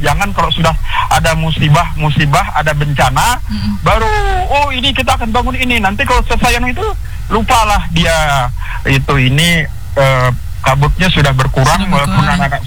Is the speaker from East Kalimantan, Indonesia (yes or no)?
yes; Kutai Barat, East Kalimantan, Indonesia; Sementara kami dari Kutai Barat ini mau ke Samarinda hanya melewati satu kabupaten